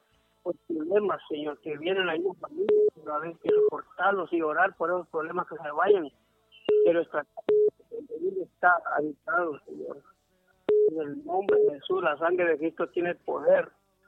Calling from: Villanueva, Cortés, Honduras

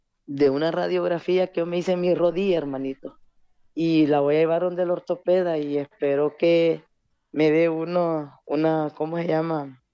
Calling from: El Progreso, Yoro, Honduras; de Progreso Lloro.

